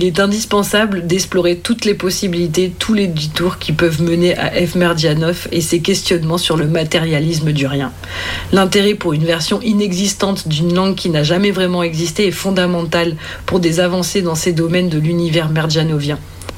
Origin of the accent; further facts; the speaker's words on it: Oran, Oran Province, Algeria; J'ai grandi à Ville-Nouvelle, dans un des quartiers musulmans d'Oran. Je parlais l'espagnol comme mes parents, mais aussi l'arabe dialectal, puisque tous mes copains étaient arabes.